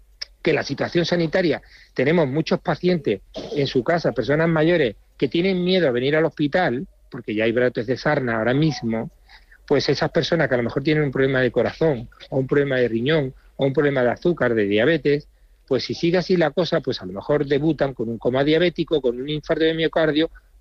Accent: Spain; queremos seguir siendo españoles, y actualmente, desgraciadamente, le tengo que decir que ahora mismo esto no parece España.

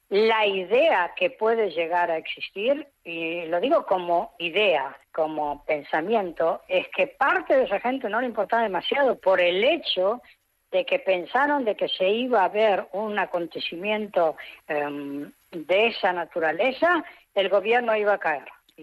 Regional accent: Israel; lo que pasa en mi país

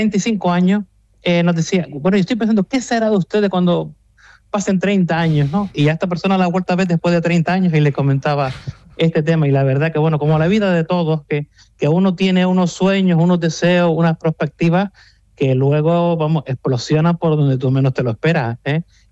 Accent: Valsequillo de Gran Canaria, Canary Islands, Spain; ha sido el lugar donde he nacido, me he criado y ha sido una convivencia que la experimento, la valoro muy positivamente y por eso soy muy orgulloso de mi pueblo.

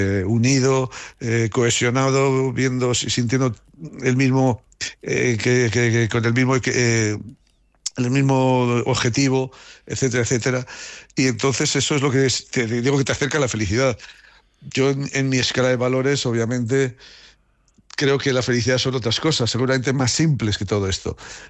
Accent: Haro, La Rioja, Spain; me siento muy querido en mi pueblo. Bueno, mi pueblo, que la alcaldesa cuando me oye hablar así se enfada porque dice … que Aro es una ciudad. Pero que sí, Guadalupe, ya lo sé. Pero yo he vivido los años 70 y 80 cuando Aro era

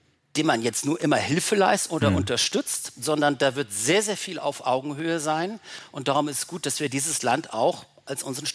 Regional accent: Germany; now in Ukraine; als Deutsche

